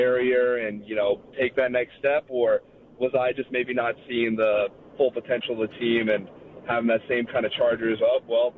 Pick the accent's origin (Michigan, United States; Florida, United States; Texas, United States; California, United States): California, United States; San Diego; I'm from San Diego, so...